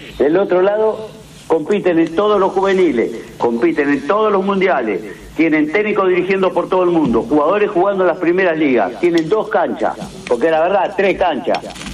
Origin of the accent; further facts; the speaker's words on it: Argentina; viste como somos los argentinos.